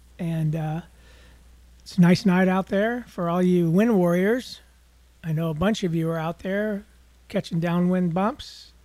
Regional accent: Wailuku, Hawaii, United States; It's 8 p.m. down here in Lower South Market in Wailuku Town, my hometown here.

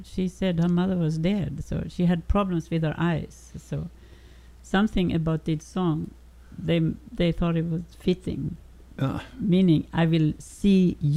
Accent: Sweden; moved away; also born or lived in Germany / Los Angeles; I lived in Germany for 10 years. I grew up in Sweden with a lot of rain and days without sun. I lived in Germany for 10 years. Without sunshine. And then I ended up in Los Angeles, where I actually started my career.

